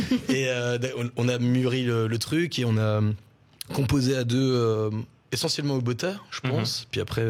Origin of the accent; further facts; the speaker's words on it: Arlon, Wallonia, Belgium; parce qu'on vient d'Arlon, c'est tout en bas, en Belgique.